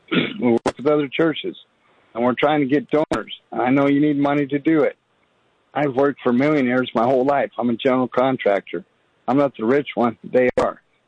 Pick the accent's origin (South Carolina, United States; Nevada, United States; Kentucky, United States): Nevada, United States; Las Vegas; now in San Diego, United States; I've been here 53 years. I grew up in Las Vegas in 1960.